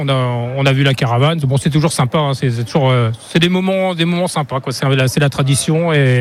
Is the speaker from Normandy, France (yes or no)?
yes; Normandy, France; moved away; je suis originaire de Normandie.